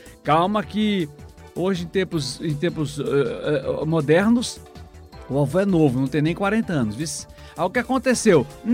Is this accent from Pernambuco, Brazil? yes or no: yes; São Lourenço da Mata, Pernambuco, Brazil; lá na minha cidade, em São Lourenço